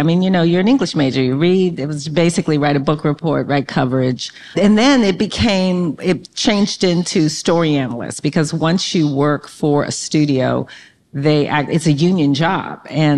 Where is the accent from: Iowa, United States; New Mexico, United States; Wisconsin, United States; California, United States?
California, United States; Inglewood; I grew up in Inglewood.